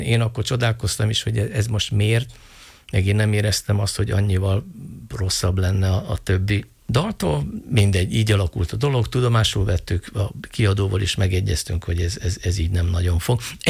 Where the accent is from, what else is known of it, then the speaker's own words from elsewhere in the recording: Hungary; moved away as an adult; also born or lived in Canada; de én 97 és 2000 között Kanadában éltem. Nem tartózkodtam Magyarországon, és 2000-ben jöttem haza